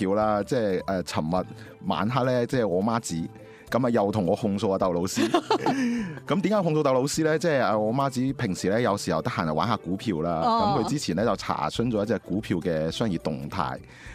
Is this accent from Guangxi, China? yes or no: no; Guangdong, China; 我哋广东人讲嘅老作